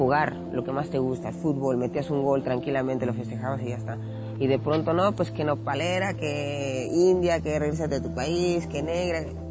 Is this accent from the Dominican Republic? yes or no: no; Mexico City, Mexico; born there; also born or lived in Chalco, State of Mexico; Yo nací en el DF, ahí empecé a jugar con un equipo de niños donde jugaba mi hermano.